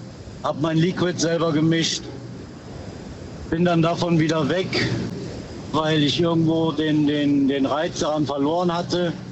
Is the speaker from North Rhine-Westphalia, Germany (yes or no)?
yes; Düren, North Rhine-Westphalia, Germany; Immer noch aus Düren.